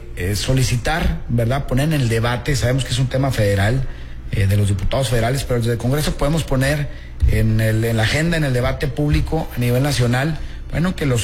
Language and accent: Spanish; Mexico; now in Coahuila, Mexico; somos un país, México, somos todos, ¿no? Todos somos ciudadanos mexicanos